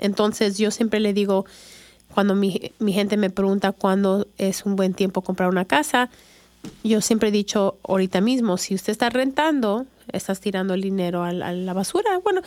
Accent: Chicago, Illinois, United States; now in Lexington, United States; Y pues yo nací en Chicago, crecí en Chicago y ya tengo 26 años viviendo aquí en el estado de Kentucky.

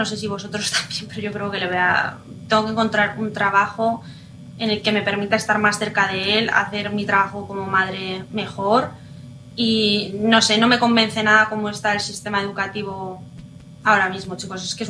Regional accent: Spain; accent: Spanish; moved away as an adult; now in Kentucky, United States; mi currículum pone española residiendo en Kentucky

